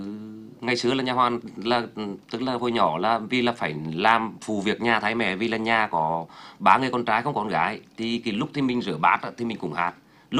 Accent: Vinh, Nghệ An, Vietnam; Tôi học từ cấp 1 cấp 3 ở Vinh, mà tôi đẻ ra ở Vinh

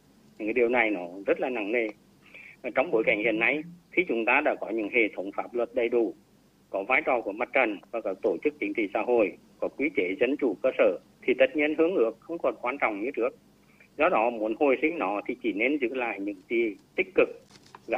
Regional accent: Hà Tĩnh, Vietnam; Ở xã quê tôi, một xã nông thôn mới của tỉnh Hà Tĩnh

